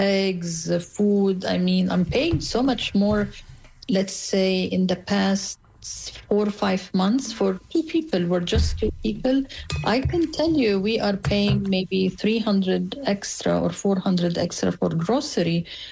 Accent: United States; As an American

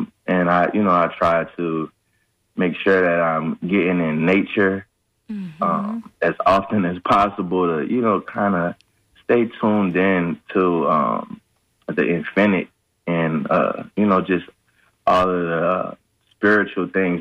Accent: New Orleans, Louisiana, United States; And then I'm from New Orleans.

